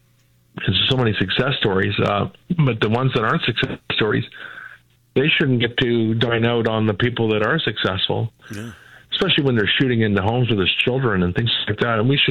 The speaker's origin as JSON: {"language": "English", "country": "Canada", "said": "We're Canadian and you're proud of it."}